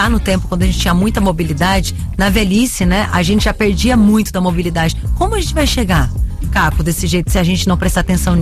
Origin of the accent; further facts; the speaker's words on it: Minas Gerais, Brazil; Hoje, como diz em Minas Gerais, que eu sou mineira, eu ia dar nó na academia.